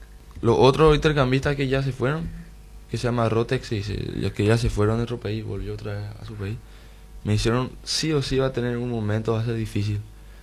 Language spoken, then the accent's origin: Spanish; Katzenthal, Grand Est, France; born or raised there; now in Coronel Oviedo, Paraguay